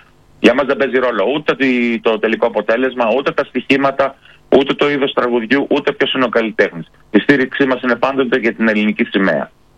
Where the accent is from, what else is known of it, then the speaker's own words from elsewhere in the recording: Greece; αυτό κάνουμε ως Έλληνες.